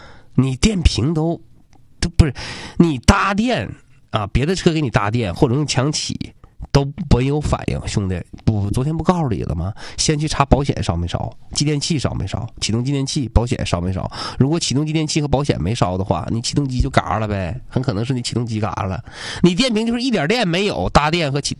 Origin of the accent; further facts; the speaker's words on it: China; 我们中国人很在乎卫生